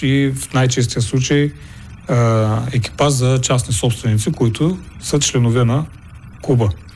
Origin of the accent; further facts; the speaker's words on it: Burgas, Burgas Province, Bulgaria; Ние имаме не само в Бургас, нали, аз съм бургазлия